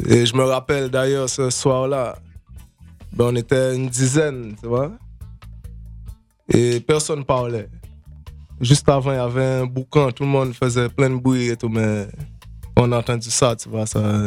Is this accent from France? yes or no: yes; Guadeloupe, France; moved away; Ouais, j'ai grandi en Guadeloupe. Ouais.